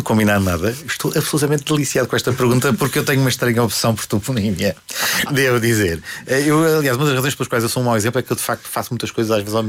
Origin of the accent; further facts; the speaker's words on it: Lisbon, Portugal; born there; gosto muito das coisas da cidade de Lisboa onde nasci